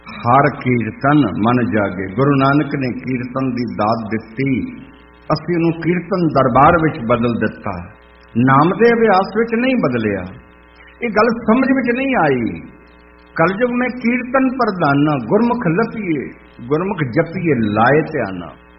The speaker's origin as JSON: {"language": "Punjabi", "town": "Lahore", "region": "Punjab", "country": "Pakistan", "tie": "born or raised there", "said": "ਮੇਰਾ ਲਾਹੌਰ ਦਾ ਹੀ ਜੰਮਪਲ ਹੈ, ਉੱਥੋਂ ਦਾ ਹੀ ਮੈਂ ਐਜੂਕੇਟਡ ਹਾਂ, ਵਿੱਦਿਆ ਮੇਰੀ ਸਾਰੀ ਉੱਥੋਂ ਦੀ ਹੀ ਹੈ।"}